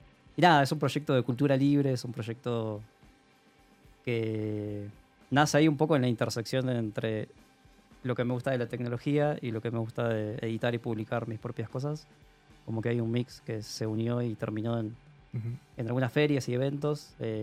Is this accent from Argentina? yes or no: yes; San Carlos de Bariloche, Río Negro, Argentina; born there; moved away; also born or lived in La Plata; yo vengo de San Carlos de Bariloche, que queda como al sur, pero no tan sur de Argentina. Bueno, nací ahí, después de unos años estudié en La Plata, que es ahí una ciudad universitaria. Y ahí estuve varios años, bueno, formándome